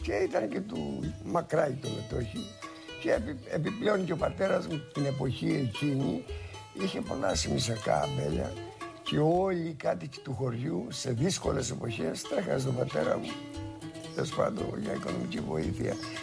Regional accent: Kavrochori, Greece; Κοιτάξτε, το Καβροχώρι είναι το χωριό μου. Είναι το μέρος που γεννήθηκα, το μέρος που ανεθράφηκα. Από εδώ επαντρεύτηκα, εδώ έκανα το γάμο μου, εδώ έκανα τα παιδιά μου.

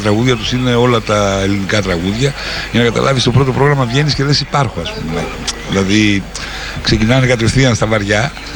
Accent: Veria, Central Macedonia, Greece; είμαι από τη Βέρεια, από Πόντιους, από εδώ, δηλαδή εδώ αντρώθηκα, εδώ μεγάλωσα.

